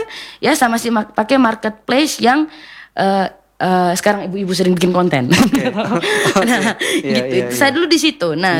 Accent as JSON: {"language": "Indonesian", "area": "Manggarai", "region": "East Nusa Tenggara", "country": "Indonesia", "said": "kita orang Manggarai"}